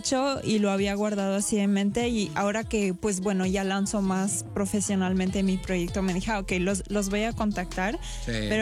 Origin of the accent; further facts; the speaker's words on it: Canada; me veían como la canadiense, claro, que llegaba a Tamaulipas